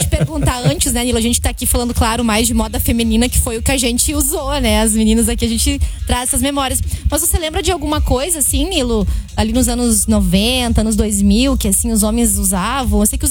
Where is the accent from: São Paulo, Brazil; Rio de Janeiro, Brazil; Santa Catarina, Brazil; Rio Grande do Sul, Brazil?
Rio Grande do Sul, Brazil; moved away; Lá na minha terra, Rio Grande do Sul.